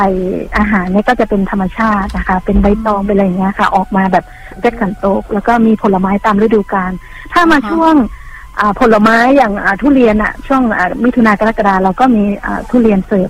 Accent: Northern Thailand, Thailand; accent: Kham Mueang (Northern Thai); ภาษาบ้านของพี่เป็นวัฒนธรรมจะเป็นคนเมืองอะค่ะเป็นคนเหนือเนาะจะอู้เมืองอู้เหนือค่ะ

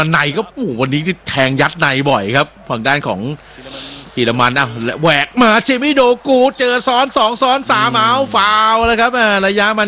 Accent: Bangkok, Thailand; now in Samut Prakan, Thailand

